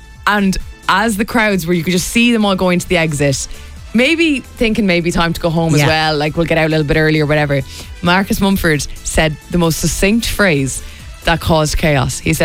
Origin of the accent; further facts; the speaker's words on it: Ireland; obviously as Irish people, it's very sore that it's England.